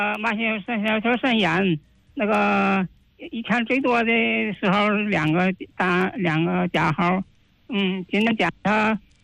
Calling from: Qinhuangdao, Hebei, China; 我秦皇岛厂里的。

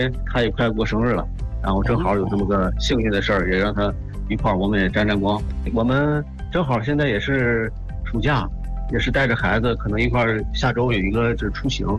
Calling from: Baoding, Hebei, China; 我是保定的，

